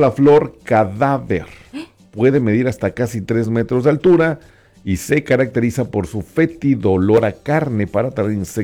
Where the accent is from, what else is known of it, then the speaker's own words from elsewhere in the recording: northern France, France; Allá en, bueno, de mi pueblo